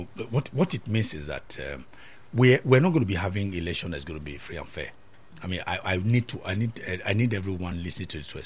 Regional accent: Nigeria; As a parent and as a Nigerian

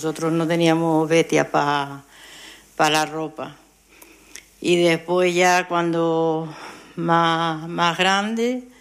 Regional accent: Valle de Tabares, Canary Islands, Spain; mis abuelos eran del Batán, mi padre de Taganana, y nosotros nacimos en el Valle de Tabares.

